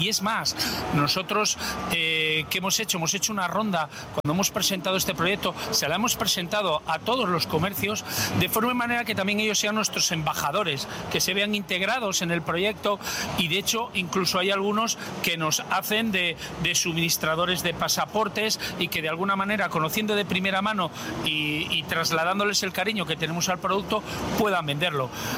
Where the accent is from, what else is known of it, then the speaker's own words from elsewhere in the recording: Liencres, Cantabria, Spain; soy de Liencres, el Global Geoside, digamos, el corazón de toda la Costa Quebrada, recientemente la UNESCO nos ha dado el sello de Geoparque